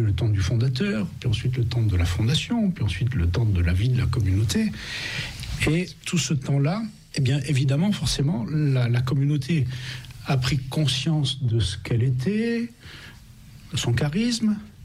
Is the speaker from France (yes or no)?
yes; Montpellier, Occitanie, France; born there; Je suis né à Montpellier, qui est la ville d'origine de la famille, mais j'y suis né pendant les vacances, et j'y ai en fait jamais habité, si ce n'est le service militaire, quoi.